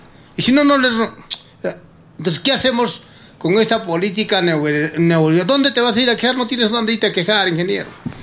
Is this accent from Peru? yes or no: yes; Peru; nosotros peruanos